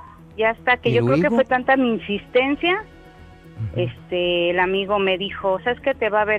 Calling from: Mexico City, Mexico; Tengo 43, soy de Iztacalco.

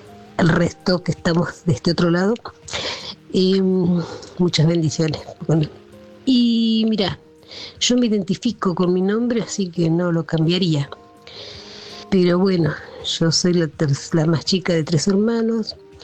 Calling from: Coronel Suárez, Buenos Aires Province, Argentina; de Coronel Suárez.

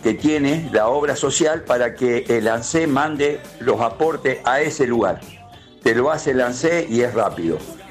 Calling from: Rosario, Santa Fe, Argentina; de Rosario.

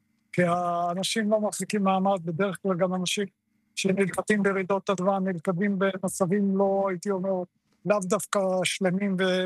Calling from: Northern District, Israel; על שפת הכנרת.

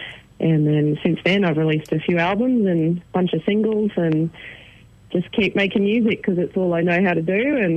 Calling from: Toowoomba, Queensland, Australia; I'm calling from the beautiful Toowoomba.

